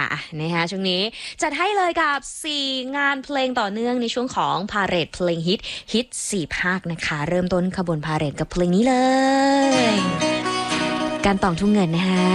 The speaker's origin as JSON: {"language": "Thai", "region": "Chiang Mai", "country": "Thailand", "said": "เป็นสาวเชียงใหม่ค่ะ"}